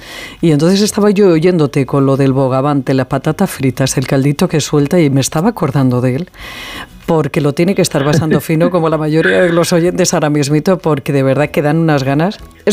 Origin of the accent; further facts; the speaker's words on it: Alicante, Valencian Community, Spain; Y yo soy de Alicante y le aseguro que debe probarlo.